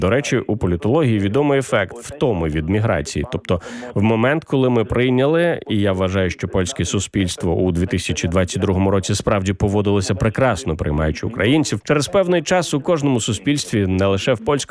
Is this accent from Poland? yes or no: yes; Poland; Ми, поляки